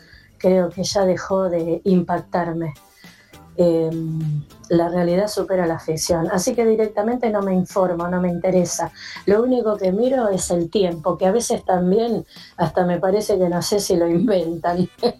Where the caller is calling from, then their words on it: González Catán, Buenos Aires Province, Argentina; de González Catán.